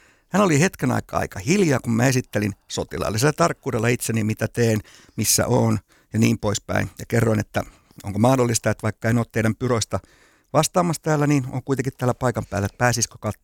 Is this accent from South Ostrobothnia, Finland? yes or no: yes; Kauhava, South Ostrobothnia, Finland; Ja he tiesi, että mä oon Pohjanmaalta Kauhavalta kotosi